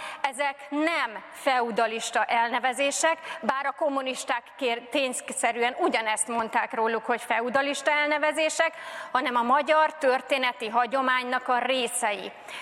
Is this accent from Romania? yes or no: no; Hungary